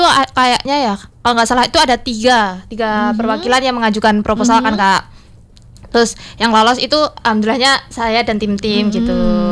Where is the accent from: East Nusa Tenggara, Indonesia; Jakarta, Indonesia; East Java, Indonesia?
East Java, Indonesia; Magetan; Kalau aku sendiri dari Magetan